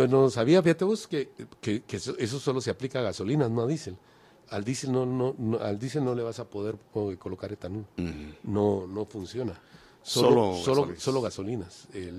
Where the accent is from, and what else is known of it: Guatemala